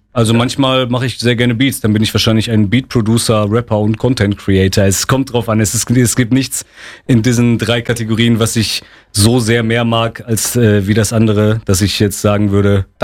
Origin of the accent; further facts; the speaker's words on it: Werl, North Rhine-Westphalia, Germany; also born or lived in Unna; Wenn du so willst, komme ich aus Unna, weil ich bin in Unna geboren und meine ersten 5 Lebensjahre habe ich dort verbracht. Danach bin ich aber nach Werl gezogen, habe da meine ganze Jugend verbracht.